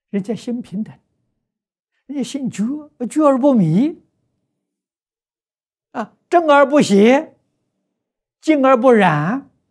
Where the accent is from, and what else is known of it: China